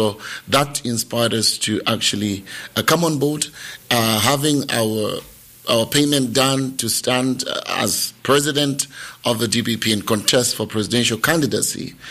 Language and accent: English; Lusaka, Lusaka Province, Zambia; Lusaka is my backbone. I mean, I come from Mandevu. I'm a Kombon boy